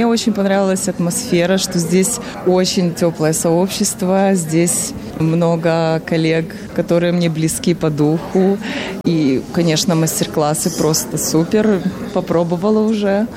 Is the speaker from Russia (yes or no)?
no; Kyiv, Ukraine; now in Bratislava, Slovakia; Сейчас живу в Братиславе, а родом я из Киева.